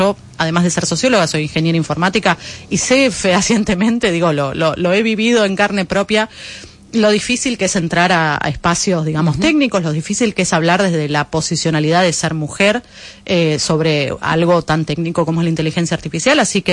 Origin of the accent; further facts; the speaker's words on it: Argentina; qué nos queda a nosotros como argentinos, qué nos queda a nosotros como latinoamericanos en esta región también